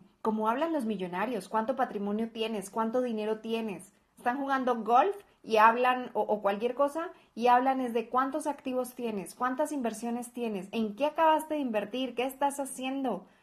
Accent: Colombia; now in Guadalajara, Mexico; colombiana viviendo en Guadalajara, México.

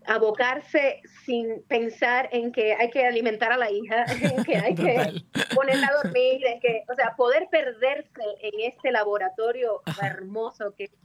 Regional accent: Cuba; del modo que somos los cubanos

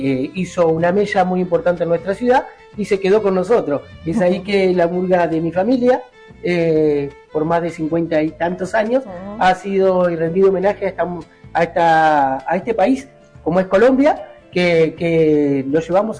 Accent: Argentina; nosotros somos todos argentinos

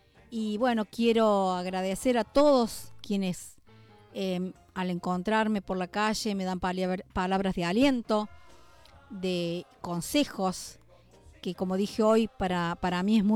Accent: Argentina

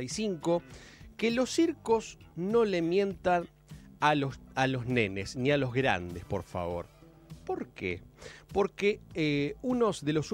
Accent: Cipolletti, Río Negro, Argentina; de Cipolletti del barrio San Pablo.

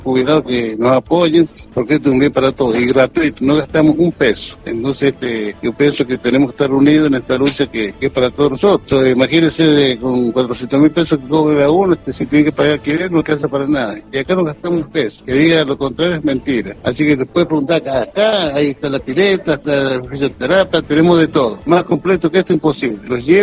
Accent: San Juan, Argentina; Yo soy sanjuanino y allá no hay.

